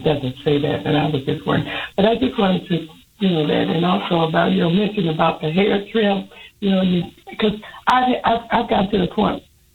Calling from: Chicago, Illinois, United States; I'm in Illinois. I'm in Chicago.

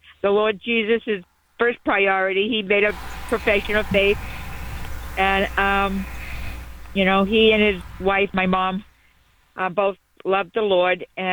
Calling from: Weymouth, Massachusetts, United States

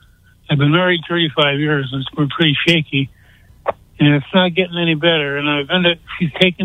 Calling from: Texas, United States; Hi, I'm right here on the border, actually. I'm 5 miles from Reynosa.

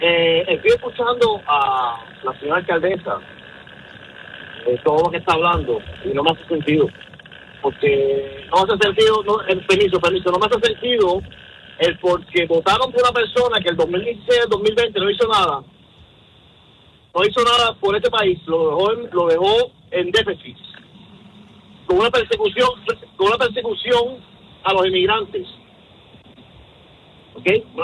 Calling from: Puerto Rico; Yo soy puertorriqueño

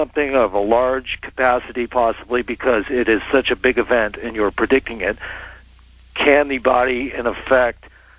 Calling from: Las Vegas, Nevada, United States; by the way, I'm calling from Las Vegas.

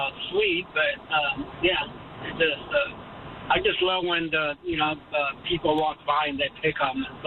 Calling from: Buda, Texas, United States; I'm calling from Buda.

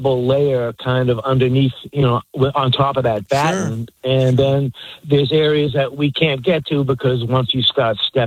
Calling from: Northeast, United States; I live in the Northeast

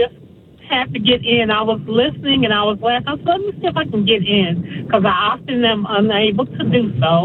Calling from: Seattle, Washington, United States; I'm calling from Seattle, and it's a similar thing. People assume a certain thing until they get here and get into the nitty-gritty. Homelessness rampant, inflation off the charts. It's just crazy here.

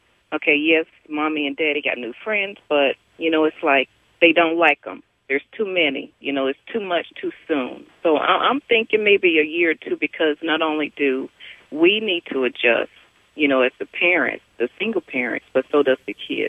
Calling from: Fayetteville, North Carolina, United States; I'm calling from Fayetteville, North Carolina.

